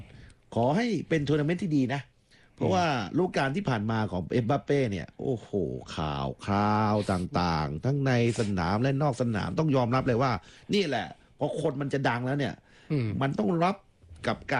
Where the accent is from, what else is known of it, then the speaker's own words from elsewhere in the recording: Southern Thailand, Thailand; ผมก็เป็นคนใต้เหมือนกัน